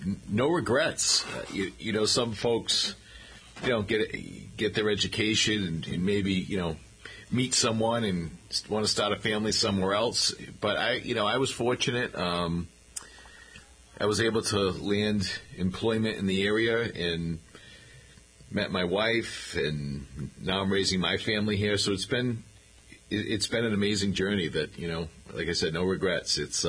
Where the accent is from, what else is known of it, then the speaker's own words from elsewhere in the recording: Taunton, Massachusetts, United States; Spent a lot of time as a kid at the Taunton YMCA